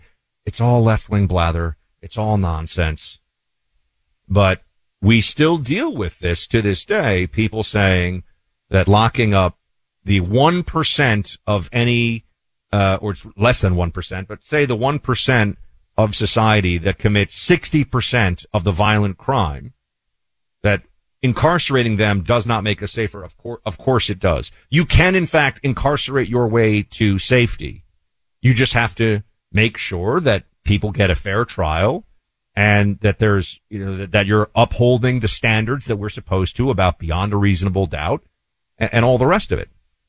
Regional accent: New York City, New York, United States; born or raised there

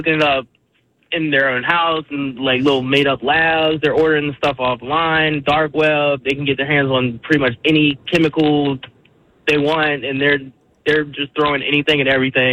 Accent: Richmond, United States; I'm from Richmond.

